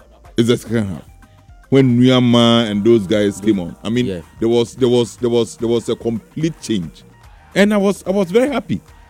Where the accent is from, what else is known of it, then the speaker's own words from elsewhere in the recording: Ghana; I'm a Ghanaian. You get it? I'm a Ghanaian.